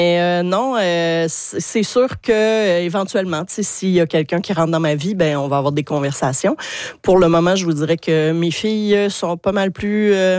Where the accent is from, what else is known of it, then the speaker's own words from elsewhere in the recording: Saguenay, Quebec, Canada; J'ai grandi au Saguenay, où on était à cause du boulot de mon père